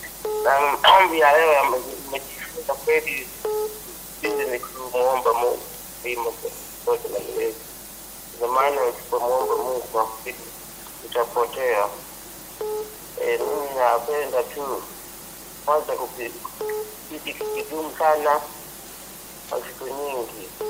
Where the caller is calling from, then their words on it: Chato, Geita, Tanzania; ninatoka sehemu ya Mganza Chato.